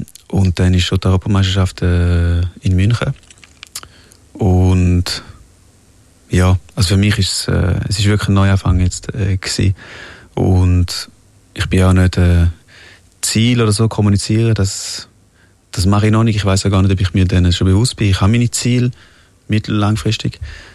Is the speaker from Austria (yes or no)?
no; Switzerland; ich bin Schweizer, ich bin mega stolz und für mich ist es mega schön gewesen, hier aufzuwachsen, und ich will auch hier bleiben.